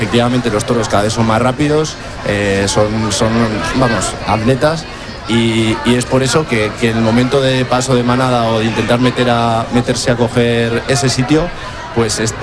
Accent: Navarre, Spain; born there; así empecé yo en Pamplona y en mi pueblo, yendo a los pueblos de alrededor.

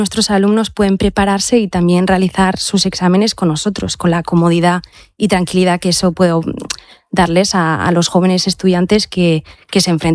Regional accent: Oiartzun, Basque Country, Spain; soy de Oiartzun.

